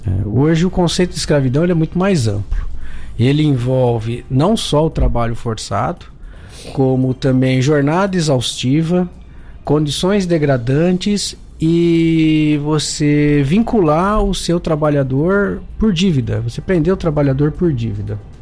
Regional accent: São Paulo, Brazil; Lá no interior de São Paulo, de onde eu vim

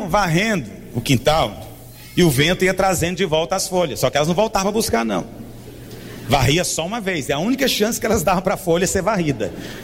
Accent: Goiás, Brazil; Eu sou goiano, eu falo dá conta, né?

